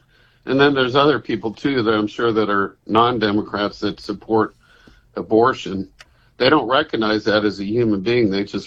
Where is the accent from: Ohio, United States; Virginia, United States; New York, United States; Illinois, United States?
Ohio, United States; Cincinnati; I grew up in Ohio, Joe, and Cincinnati, and most people don't know the Ohio River is owned by Kentucky.